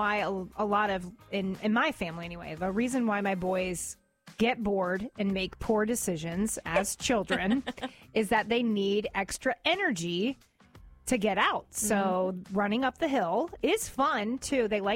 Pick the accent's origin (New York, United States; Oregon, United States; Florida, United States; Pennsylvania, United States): Florida, United States; Brooksville; And I like saying Brooksville when John calls in because that's my hometown.